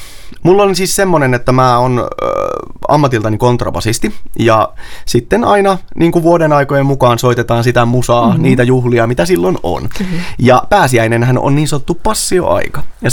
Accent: Kaustinen, Central Ostrobothnia, Finland; moved away; tuolla Kaustisella, mistä mä oon kotoisin

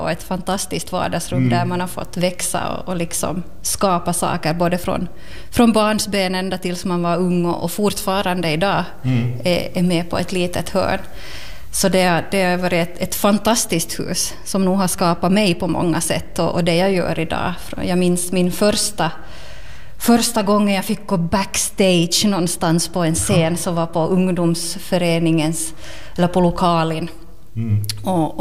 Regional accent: Lappfjärd, Ostrobothnia, Finland; also born or lived in Vaasa; now in Kristinestad, Finland; från Lappfjärd, jag är stolt Lappfjärdsbo från rötterna, från början. Så född och uppvuxen i Lappfjärd och har bodde här tills jag var 18 ungefär. Och sen flyttade jag till Vasa och bodde där ungefär lika länge, 18 år.

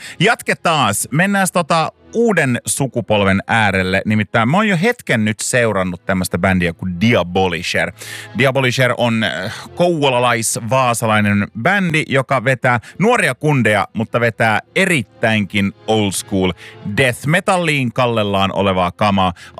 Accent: Lapinjärvi, Uusimaa, Finland; Lapinjärvi. Sieltä on bändin pääarkkitehti siis kotoisin, Anton Kavanen. Sieltä minäkin olen kotoisin

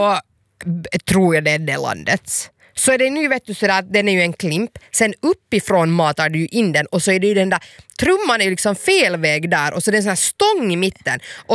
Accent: Finland; jag förstår liksom den här grejen att varför vi finländare är så nöj

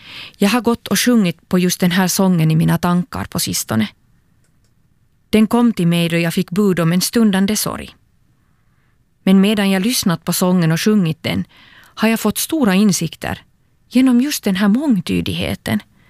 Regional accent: Turku, Southwest Finland, Finland

